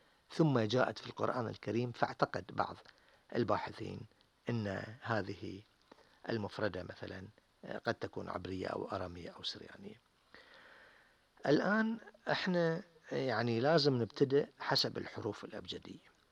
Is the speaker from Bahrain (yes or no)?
yes; Bahrain; accent: Bahraini